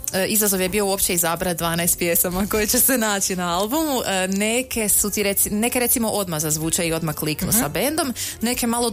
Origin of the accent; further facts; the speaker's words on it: Slavonia, Croatia; kod nas u Slavoniji jako poznata, odrasla sam uz njene taktove